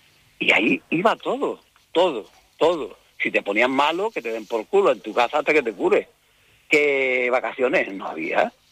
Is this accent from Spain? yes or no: yes; Andalusia, Spain; yo me acuerdo en mi pueblo está separado de Sevilla, unos 8 o 9 kilómetros, yo me acuerdo que en mi pueblo no había, en aquellos tiempos